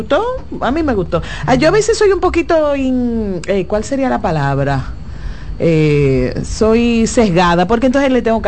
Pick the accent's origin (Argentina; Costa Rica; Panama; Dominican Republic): Dominican Republic; Cibao; yo soy una cibaeña acérrima